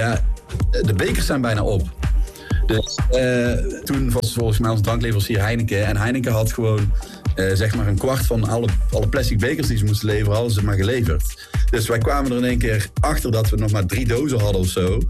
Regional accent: Bergeijk, North Brabant, Netherlands; Ik kwam uit Bergijk.

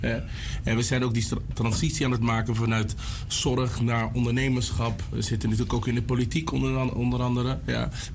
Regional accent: The Hague, South Holland, Netherlands; geboren en getogen in Den Haag.

